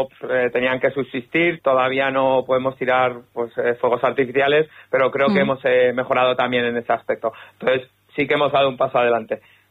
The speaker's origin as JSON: {"language": "Spanish", "town": "Zaragoza", "region": "Aragon", "country": "Spain", "moved": "yes", "said": "yo soy de Zaragoza, así que vengo de muy lejos"}